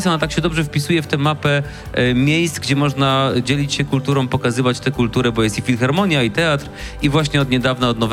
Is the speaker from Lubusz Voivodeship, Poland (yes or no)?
yes; Gorzów Wielkopolski, Lubusz Voivodeship, Poland; ja mieszkam w Gorzowie od urodzenia, jestem z tego dumny i nigdzie nie chciałem się stąd wybierać.